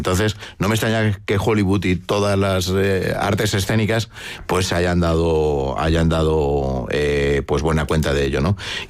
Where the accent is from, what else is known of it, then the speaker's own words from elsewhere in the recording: Cantabria, Spain; Siendo cántabros, ¿no?